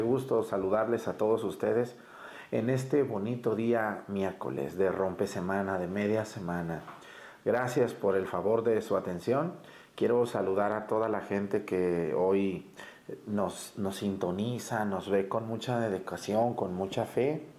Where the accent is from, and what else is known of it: Mexticacán, Jalisco, Mexico; born or raised there